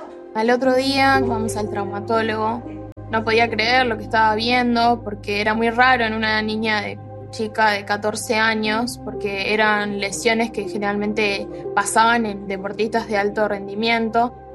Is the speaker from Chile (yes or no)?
no; Uruguay; tengo 24 años, soy uruguaya.